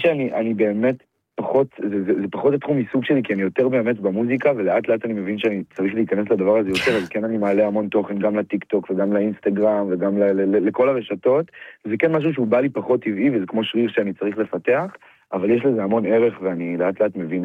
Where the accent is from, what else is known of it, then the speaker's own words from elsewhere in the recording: Jerusalem, Jerusalem District, Israel; אני גדלתי בבית דתי, גדלתי בבית דתי לאומי בירושלים. היום אני באיזשהו חיפוש קצת שונה, אבל אני עדיין שומר מסורת, מסתובב עם כיפה, כן.